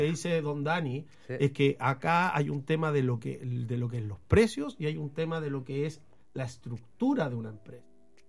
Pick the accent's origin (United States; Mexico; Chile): Chile; Valparaíso; Yo soy de Valparaíso